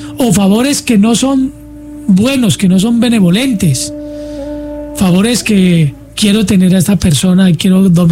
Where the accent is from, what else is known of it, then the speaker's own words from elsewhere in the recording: Mexico; y como mexicanos, por ejemplo, México celebran el 2 de noviembre